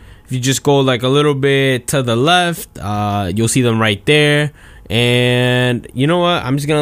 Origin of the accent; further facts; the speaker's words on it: Bronx, New York, United States; now in Albany, United States; You know, I'm from the Bronx. Came all the way from the Bronx all the way up here to Albany, and I really like it.